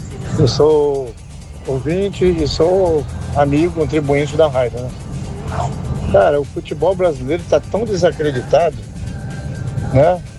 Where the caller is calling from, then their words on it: Brazil; eu sou brasileiro